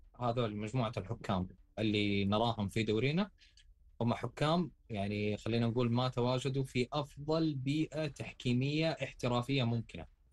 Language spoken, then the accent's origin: Arabic; Saudi Arabia; عندنا في المملكة العربية السعودية